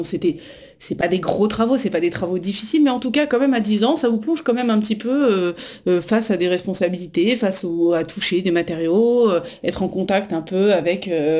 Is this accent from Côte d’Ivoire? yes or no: no; Paris, Île-de-France, France; born there; je suis née en 1990, à Paris.